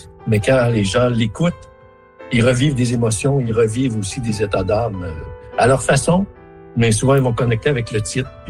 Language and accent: French; Smooth Rock Falls, Ontario, Canada; je suis né à Smooth Rock Falls, c'est le village du nord de l'Ontario. Et comme intérêt, quand on était un petit garçon à Smooth Rock Falls, il y avait à peu près que jouer au hockey.